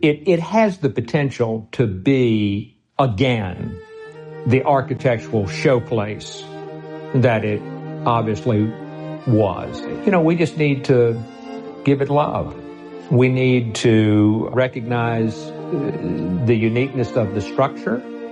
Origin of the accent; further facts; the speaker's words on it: Roanoke, Virginia, United States; I grew up in the Raleigh Court area